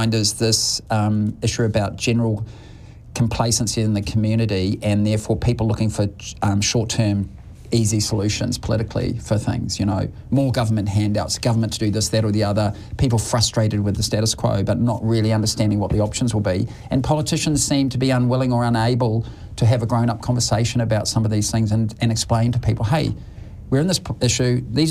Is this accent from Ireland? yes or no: no; New Zealand; now in Australia; I'm a New Zealander, as you know, we've got a home there.